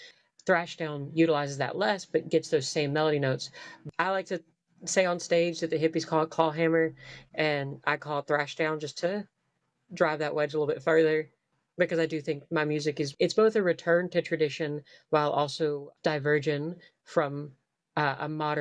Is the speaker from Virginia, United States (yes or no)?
yes; Virginia, United States; And so I ended up moving back home and really embracing the fact that I'm from the Blue Ridge Mountains of southwestern Virginia.